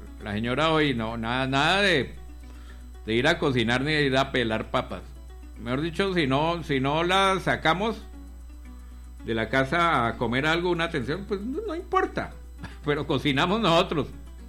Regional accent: Cundinamarca, Colombia; como dicen pues ahí en mi pueblo, une Cundinamarca.

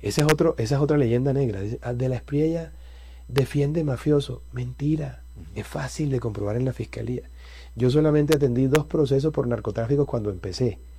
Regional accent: Caribbean Region, Colombia; Porque me hice en Colombia. Mis amores, mis afectos, mi historia está aquí. Y soy más colombiano que cualquier otra cosa.

